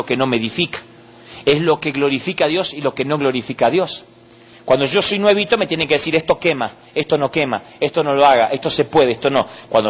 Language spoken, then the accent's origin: Spanish; Argentina; como buenos argentinos, pedantes y orgullosos